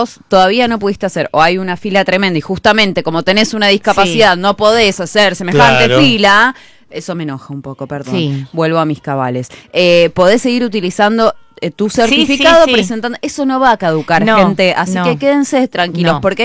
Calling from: San Martín, Buenos Aires Province, Argentina; de San Martín y quería consultarle a la doctora.

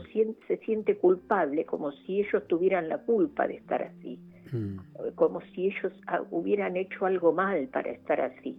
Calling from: Buenos Aires, Argentina; de Belgrano.

